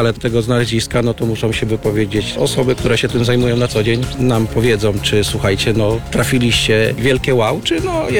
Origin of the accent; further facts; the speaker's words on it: Szczecin, West Pomeranian Voivodeship, Poland; jestem tutaj ze Szczecina, jestem eksploratorem w Archegryfie Szczecin.